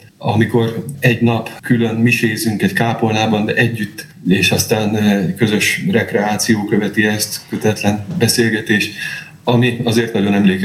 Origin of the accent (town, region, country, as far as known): Hungary; moved away as an adult; now in Rome, Italy